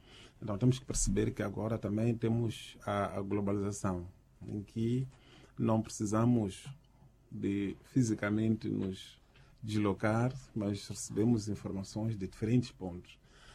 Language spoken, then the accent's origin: Portuguese; Mozambique; nós, como moçambicanos